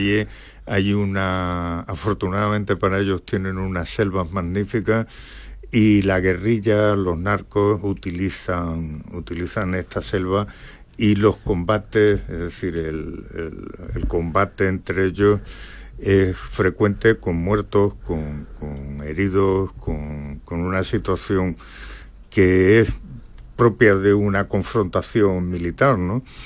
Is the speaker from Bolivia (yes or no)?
no; Spain; para mí como persona y además como español es un motivo de orgullo.